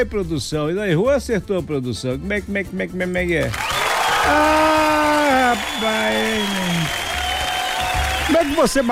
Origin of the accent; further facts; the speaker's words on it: Brazil; born there; now in Governador Valadares, Brazil; lá do Vinhático, minha terra.